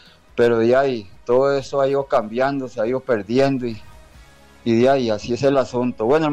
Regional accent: Aserrí, San José, Costa Rica; yo me crié con una familia polvorista, porque mis papás murieron y me criaron a mí, ¿verdad? Pequeño, me recogieron ahí en Acerrí.

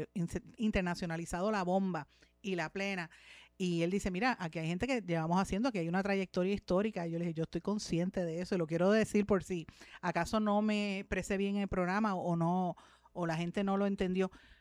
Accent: Puerto Rico

